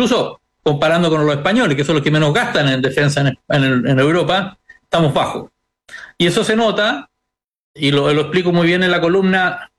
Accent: Chile; es como los chilenos inocentes

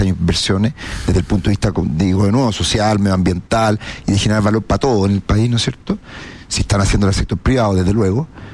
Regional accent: Chile; creo yo, como chileno, que nosotros hagamos una planificación un poquito de ese Chile en 20 años

